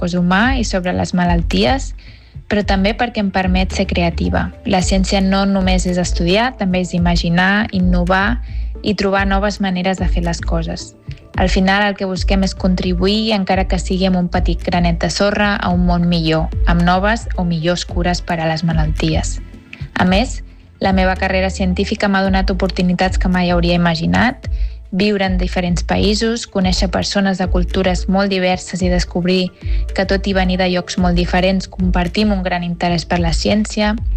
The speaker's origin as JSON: {"language": "Catalan", "town": "Lloret de Mar", "region": "Catalonia", "country": "Spain", "lives_now": "Basel, Switzerland", "said": "soc de Lloret, però visc a Basilea, Suïssa"}